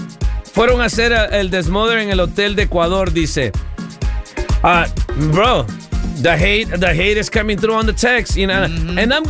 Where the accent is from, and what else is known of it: El Salvador